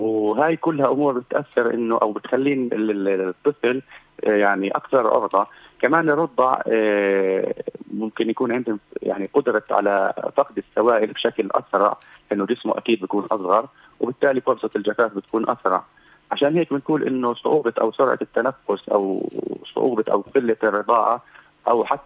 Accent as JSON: {"language": "Arabic", "country": "Palestine", "said": "إحنا الحمد لله عندنا في فلسطين"}